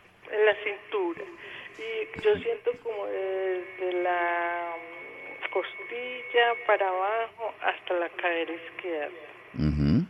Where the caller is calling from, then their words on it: Itagüí, Antioquia, Colombia; De Itagüí.